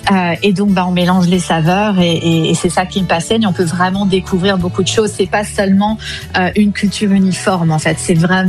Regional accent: France; moved away as an adult; now in Los Angeles, United States

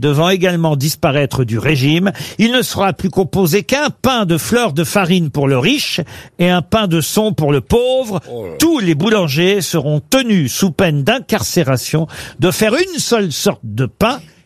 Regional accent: Le Havre, Normandy, France; moved away; On disait pas ça chez moi au Havre.

